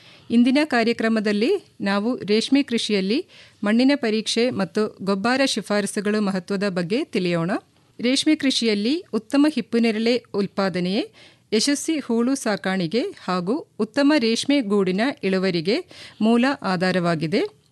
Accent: Palakkad district, Kerala, India; moved away as an adult; also born or lived in New Delhi; now in Mysore, India; I am from Kerala.

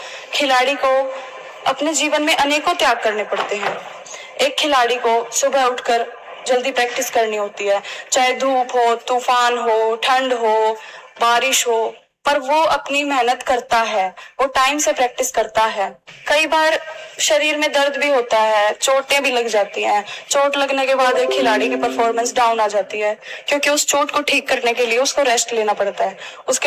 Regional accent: Hisar, Haryana, India; मैं हिसार हरियाणा से रहने वाली हूँ

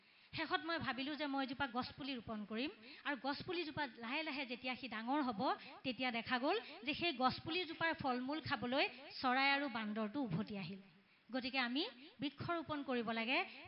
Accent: Assam, India; মই এগৰাকী অসমীয়া মহিলা, গতিকে মই এটা কথা সদায় ভাবোঁ যে মই যদি মোৰ চাদৰ মেখেলা সাজযোৰ মই যদি নিপিন্ধো, তেতিয়াহ'লে বেলেগে বাৰু কোনে পিন্ধিব?

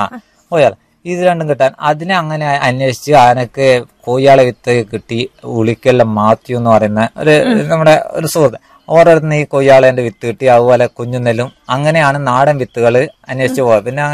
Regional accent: Thillankeri, Kerala, India; First നമ്മളെ നാട്ടിൽ വരുന്നതെന്ന് പറഞ്ഞാല് തില്ലങ്കേരി കൃഷിഭവൻ വരുന്നത് നമ്മളെ ഈ സ്റ്റോപ്പിലാണ്, കാഞ്ഞിരാട് എന്ന് പറയുന്ന ഈ സ്ഥലത്താണ്.

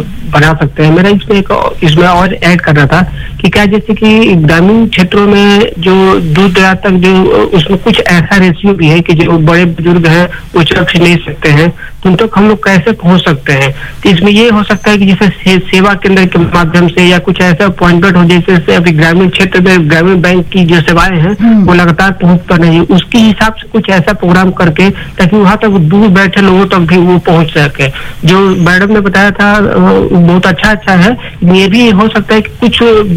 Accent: Sasaram, Bihar, India; मैं सासाराम बिहार से हूँ।

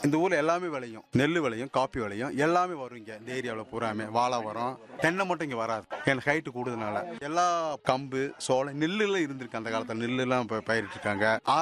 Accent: Agamalai, Tamil Nadu, India; ஆமா, அகமலை தான் சொந்த ஊரு.

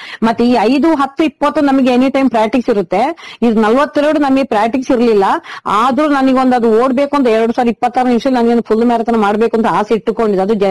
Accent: Karnataka, India; also born or lived in Kodagu; ಇಲ್ಲಿ ತೋಡಿಕಂದ ನಮ್ಮ ಊರಿನವರು ಸಹ ನನ್ನ ಮೇಲೆ ಒಂದು ಹೆಮ್ಮೆ ಇಡ್ತಾರೆ ಸರ್.

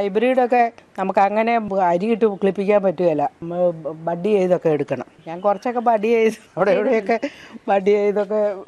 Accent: Changanassery, Kerala, India; Changanassery.

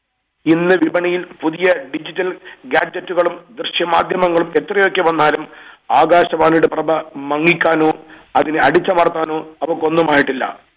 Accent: Lakshadweep, India; born there; ലക്ഷദ്വീപിലെ ആദ്യകാല അധ്യാപകരിൽ ഒരാളായിരുന്നു എന്റെ പ്രിയപ്പെട്ട പിതാവ്. അന്ന് ഞങ്ങളുടെ വീട്ടിൽ ഒരു റേഡിയോ ഉണ്ടായിരുന്നു. ആ റേഡിയോയിലൂടെ പാട്ടും വാർത്തകളും കേട്ടാണ് ഞാൻ വളർന്നത്.

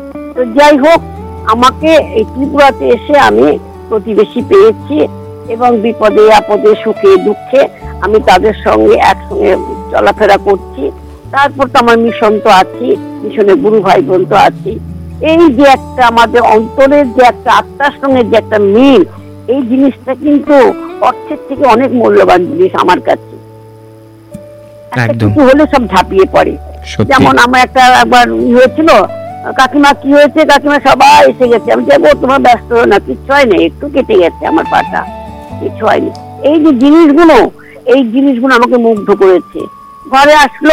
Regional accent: Kolkata, West Bengal, India; born there; moved away as an adult; now in Tripura, India; আমি জন্মস্থান কলকাতায় আমার আমি কলকাতায় এগুলো পাইনি কেননা কলকাতা সব আত্মকেন্দ্রিক ছিলাম ফ্ল্যাটে ছিলাম

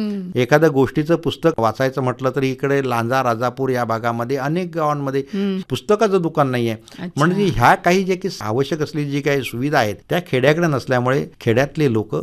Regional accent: Maharashtra, India; born there

